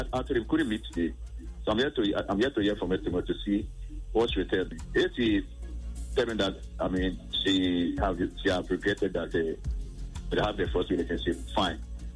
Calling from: Ghana; From Mataiko.

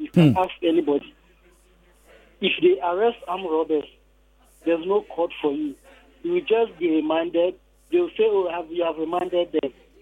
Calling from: Ekiti, Nigeria; I'm calling from Ekiti.

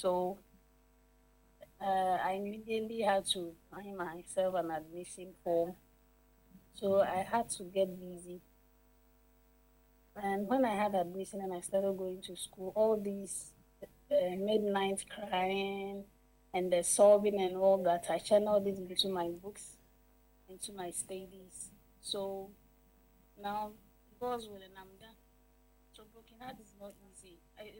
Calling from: Tarkwa, Western Region, Ghana; I'm calling from Takwa.

